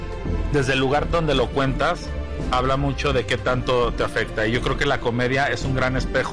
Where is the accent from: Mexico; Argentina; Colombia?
Mexico; Me considero una persona positiva y echada para adelante como buen mexicano